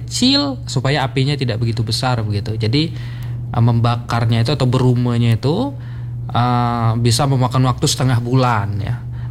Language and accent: Indonesian; Prabumulih, South Sumatra, Indonesia; moved away; saya aslinya di Sumsel gitu ya di daerah Prabu Muli.